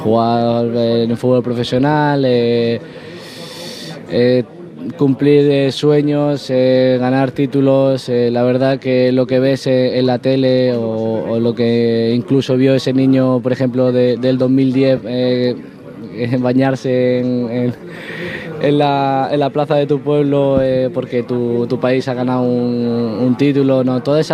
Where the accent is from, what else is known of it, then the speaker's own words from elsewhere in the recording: Extremadura, Spain; he sentido muy, muy querido en Extremadura, la verdad. También cuando tengo la oportunidad de ir a mi pueblo, toda esa gente que te arropa